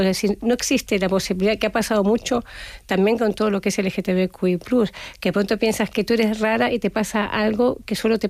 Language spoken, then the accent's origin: Spanish; Argentina; yo he vivido, yo soy argentina, en Argentina, de los años 80 o 70